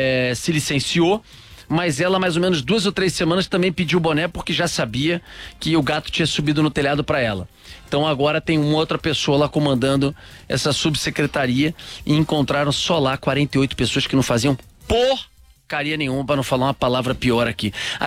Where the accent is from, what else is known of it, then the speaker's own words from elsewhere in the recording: Rio de Janeiro, Brazil; dá vergonha como carioca, como fluminense